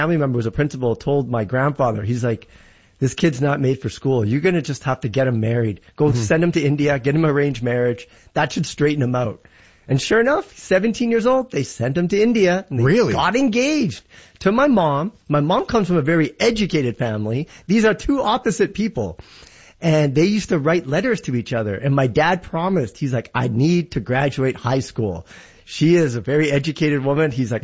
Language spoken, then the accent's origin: English; Canada; I'm Canadian.